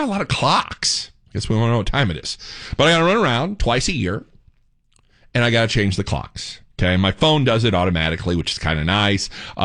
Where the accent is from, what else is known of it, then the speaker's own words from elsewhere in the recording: Indiana, United States; moved away; coming from Indiana, I'm a Yankee. That's another tidbit, by the way. But I can remember growing up in Indiana.